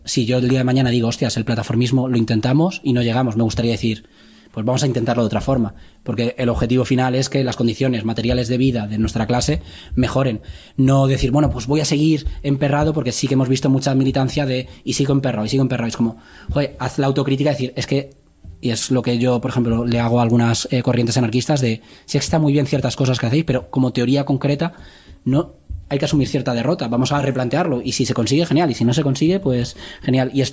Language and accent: Spanish; Madrid, Community of Madrid, Spain; es que originalmente vine de Madrid.